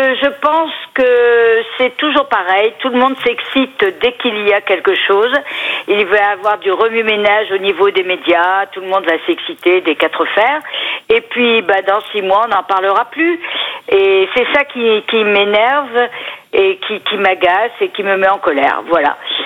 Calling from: Aix-en-Provence, Provence-Alpes-Côte d'Azur, France; Je vous appelle d'Aix-en-Provence.

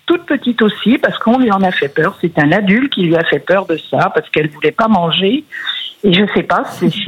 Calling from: Brittany, France; puisque moi je suis de Bretagne.

